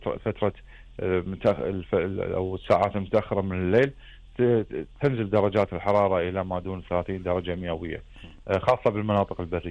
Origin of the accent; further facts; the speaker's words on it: Kuwait; عندنا بالكويت